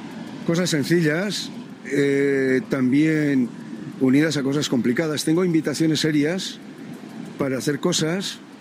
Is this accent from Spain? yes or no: yes; Basque Country, Spain; las montañas de mi tierra, las montañas de Euskal Herria